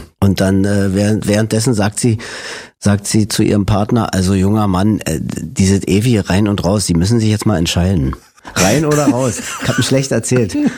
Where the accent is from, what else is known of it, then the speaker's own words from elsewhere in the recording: Berlin, Germany; Ich bin in Lichtenberg aufgewachsen. Also nach Lichtenberg sind wir gezogen, da war ich 4. Vorher haben wir im Friedrichshain gewohnt.